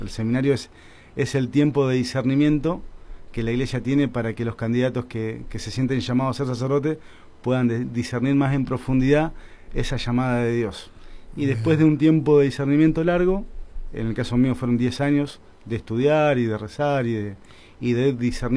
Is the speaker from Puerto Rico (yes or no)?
no; Bolívar, Buenos Aires Province, Argentina; moved away as an adult; now in Azul, Argentina; yo hasta los 17 años viví en Bolívar